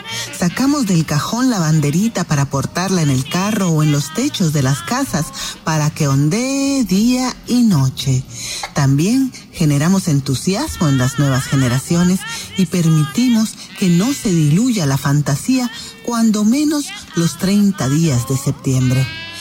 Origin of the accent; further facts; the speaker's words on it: Mexico; gustosa digo en náhuatl mi mexcoegua, es decir, que yo soy mexicana